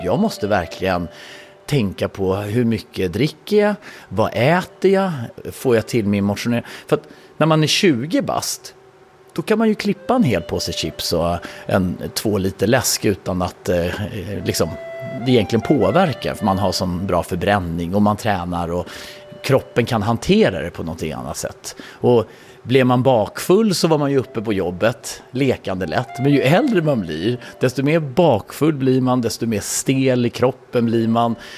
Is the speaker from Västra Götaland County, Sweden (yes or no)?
no; Karlshamn, Blekinge, Sweden; moved away; jag är uppvuxen på en liten bondgård utanför Karlshamn i Blekinge. Alltså, ett sånt där Astrid Lindgren-värld. Alltså jag växte upp som Emil i Lönneberga kan man säga.